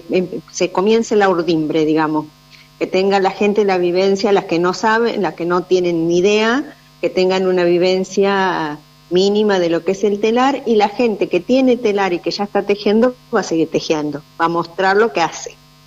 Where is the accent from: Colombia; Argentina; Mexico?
Argentina; Carmen de Patagones, Buenos Aires Province; also born or lived in Viedma; que somos de Carmen de Patagones y de Viedma. Es una agrupación mapuche